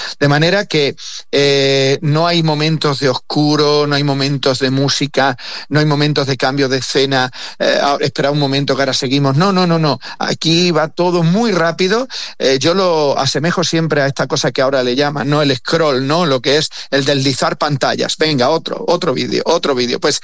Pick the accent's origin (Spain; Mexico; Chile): Spain; Extremadura